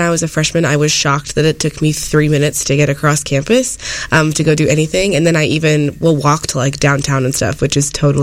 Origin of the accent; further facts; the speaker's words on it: Lincoln, Nebraska, United States; Yeah, being from Lincoln, I feel like you drive everywhere.